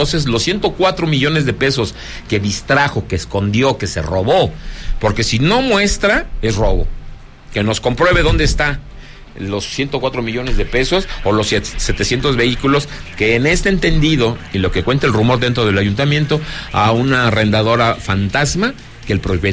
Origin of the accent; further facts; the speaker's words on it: Zacatecas, Mexico; Mire, lo estamos manejando en mi tierra, Zacatecas, de la Feria Nacional de Zacatecas, que es hasta septiembre.